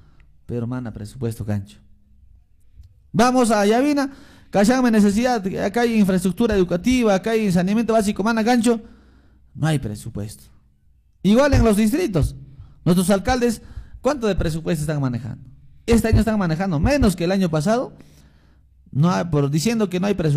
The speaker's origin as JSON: {"language": "Spanish", "country": "Peru", "said": "nosotros somos del Perú profundo, olvidado"}